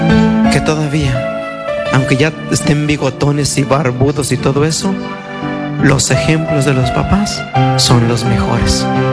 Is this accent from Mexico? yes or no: yes; Temastián, Jalisco, Mexico; moved away; ahí en mi pueblo voy cada año a Temastián